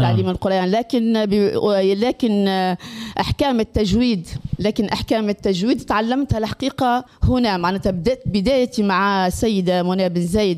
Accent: Jemna, Kebili Governorate, Tunisia; moved away as an adult; now in Zaghouan Governorate, Tunisia; أنا من الجنوب، من ولاية قبلي، من منطقة جمنة تحديدا

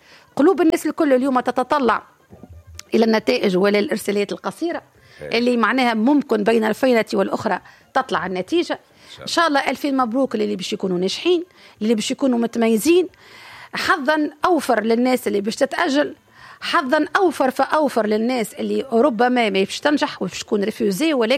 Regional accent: Tunisia; أنا مواطن تونسي دافع لأداءاتي

